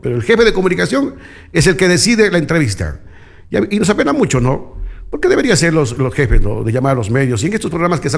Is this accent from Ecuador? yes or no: yes; Ecuador; aquí hablo en el sector noroccidental y hablo de la parroquia Chuquibamba, mi tierra.